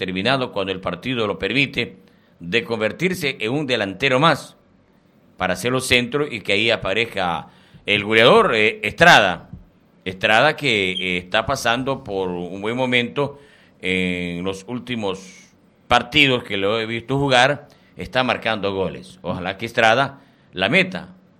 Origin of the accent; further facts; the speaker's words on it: Ecuador